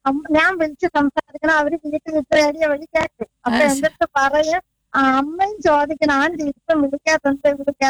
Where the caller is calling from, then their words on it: Kerala, India; അരശുമൂട്, അരശുമൂട് എന്ന് പറയുന്ന സ്ഥലത്ത്. ഉറിയക്കൂടെ കഴിഞ്ഞിട്ട് അരശുമൂട് എന്ന് പറയുന്ന